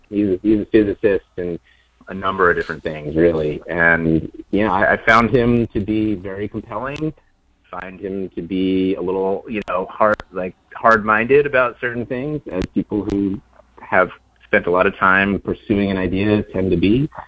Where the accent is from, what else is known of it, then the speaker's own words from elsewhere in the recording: New England, United States; moved away as an adult; also born or lived in Poughkeepsie, New York; I grew up in New England and decided to go to school in Poughkeepsie back in the 90s